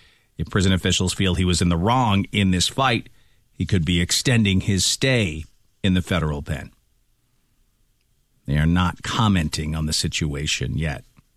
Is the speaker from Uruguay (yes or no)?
yes; Uruguay; from Uruguay.